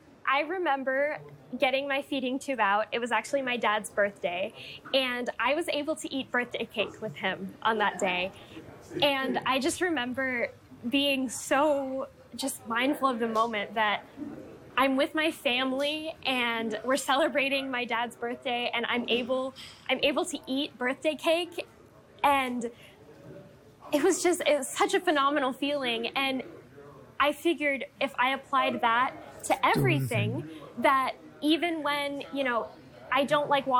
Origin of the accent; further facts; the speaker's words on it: San Antonio, Texas, United States; I'm originally actually from San Antonio, Texas.